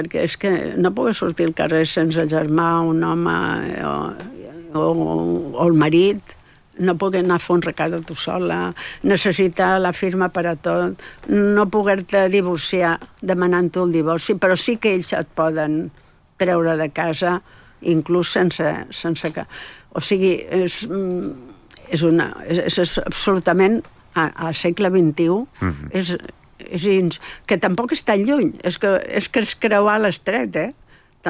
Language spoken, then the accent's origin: Catalan; Catalonia, Spain; soc catalana